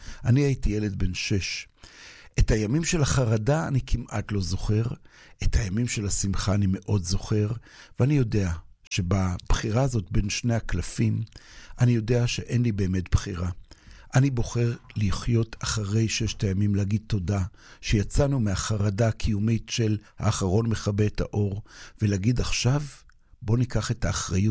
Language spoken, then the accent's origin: Hebrew; Jerusalem, Jerusalem District, Israel; בתור ירושלמי